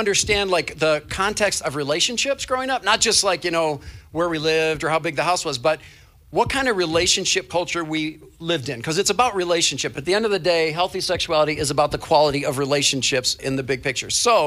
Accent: Lincoln Park, Michigan, United States; So I had six older sisters and no brothers. And we grew up in Lincoln Park, Michigan, on a 1,000-square-foot home with one main bathroom.

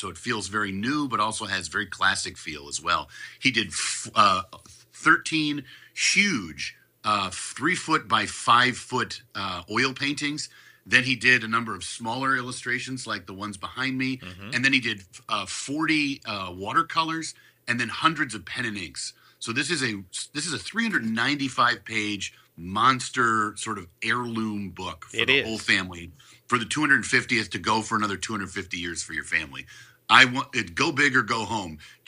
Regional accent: Midwest, United States; the Great Rivers and the Great Lakes region, sort of where I and you are from, along the Mississippi River Valley.

